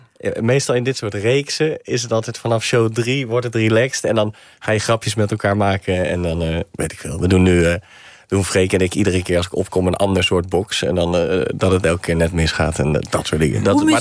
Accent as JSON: {"language": "Dutch", "town": "Deventer", "region": "Overijssel", "country": "Netherlands", "said": "Ik kom uit Deventer."}